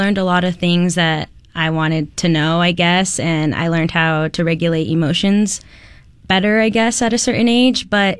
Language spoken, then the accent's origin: English; Ogden, Utah, United States; I grew up in Ogden, Utah. I am first gen, so I am the oldest daughter as well.